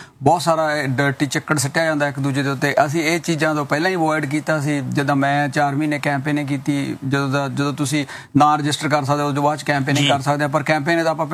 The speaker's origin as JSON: {"language": "Punjabi", "country": "Canada"}